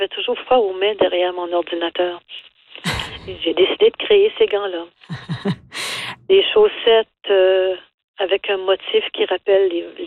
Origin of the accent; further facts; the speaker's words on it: Edmundston, New Brunswick, Canada; now in Bathurst, Canada; Je suis originaire d'Edmundston, mais j'habite à Bathurst.